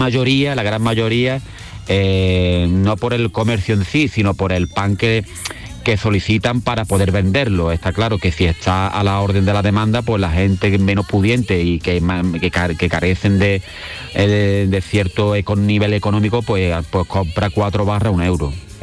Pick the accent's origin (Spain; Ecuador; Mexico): Spain; Jerez, Andalusia; Yo soy de Jerez, maravilloso. El pan de ahí es espectacular.